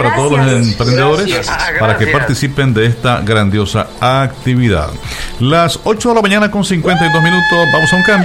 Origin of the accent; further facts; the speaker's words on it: Nicaragua; como los NICA, que todos vamos a.